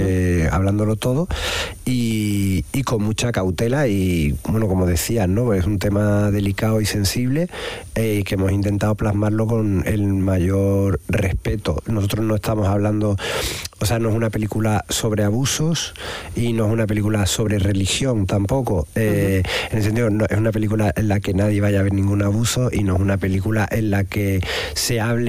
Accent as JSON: {"language": "Spanish", "town": "Seville", "region": "Andalusia", "country": "Spain", "tie": "born or raised there", "lives_now": "Madrid, Spain", "said": "Yo soy de Sevilla, nacido en Triana, vivo gran parte del año en Madrid por cuestiones de trabajo, porque también doy clases allí"}